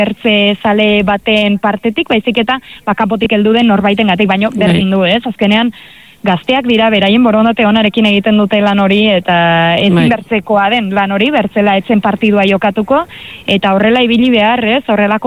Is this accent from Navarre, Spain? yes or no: yes; Lesaka, Navarre, Spain; nire herrian, Lesakan